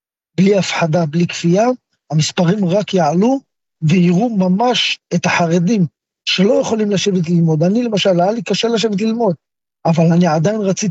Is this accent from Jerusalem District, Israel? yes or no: no; Bnei Brak, Tel Aviv District, Israel; אני גדלתי בבית, גם אחרי שהתגייסתי, אמרו לי, אל תבוא לבית עם מדים, אל תבוא לבני ברק עם מדים